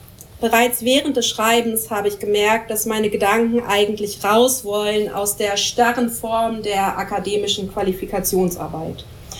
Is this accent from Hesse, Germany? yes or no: no; Lower Saxony, Germany; born there; Genau, ihr wisst schon, ich bin im Wendland geboren. Da ist einfach ein Umfeld, was so sehr widerständig alternativ ist.